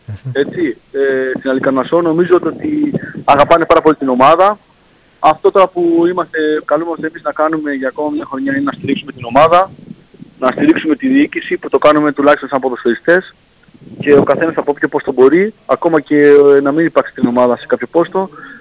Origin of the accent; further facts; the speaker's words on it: Heraklion, Crete, Greece; επειδή είμαι Ηρακλειώτης και είμαι από εδώ